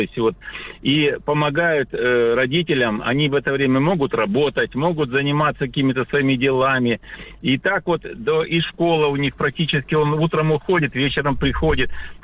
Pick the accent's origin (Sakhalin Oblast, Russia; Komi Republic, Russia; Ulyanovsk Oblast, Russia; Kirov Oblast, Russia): Sakhalin Oblast, Russia; Я с Сахалина. Здравствуйте.